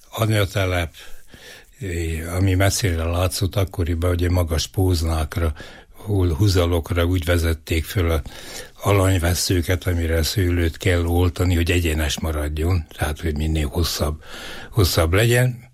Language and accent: Hungarian; Lajosváros, Heves, Hungary; Én vagyok az első, aki Lajosvárosban született. Tehát valóban innen nőttem fel, mint bokornak ága, ahogy mondja Radnóti. És hát minden emlékem ehhez köt.